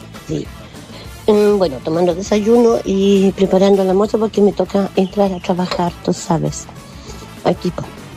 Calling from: Peña Blanca, Valparaíso, Chile; de Peña Blanca.

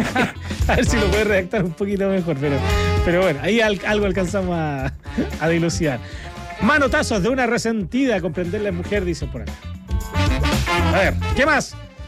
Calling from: Longaví, Maule, Chile; de Longaví, región del Maule.

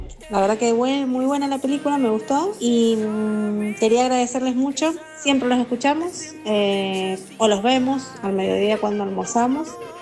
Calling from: Mendoza, Argentina; de Mendoza.

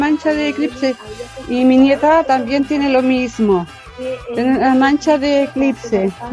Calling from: Temuco, Araucanía, Chile; yo soy de Temuco

